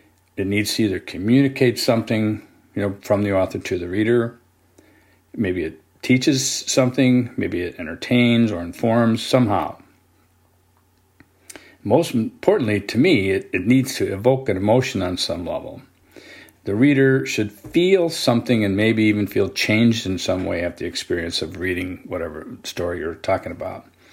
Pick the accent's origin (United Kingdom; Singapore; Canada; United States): Singapore; one of those folk tales that I feel like I've always just been familiar with, growing up in Singapore, probably from cultural osmosis.